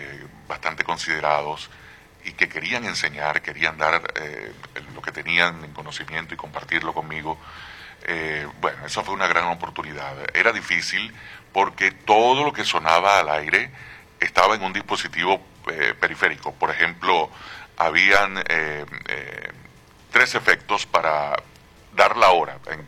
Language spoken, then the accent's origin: Spanish; Puerto Ordaz, Bolívar, Venezuela; Nosotros vivimos en Puerto Ordaz, nos criamos allí en Puerto Ordaz